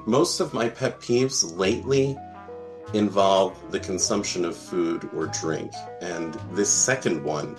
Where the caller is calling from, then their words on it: Marlton, New Jersey, United States; I'm calling from South Jersey. I'm in Marlton right now.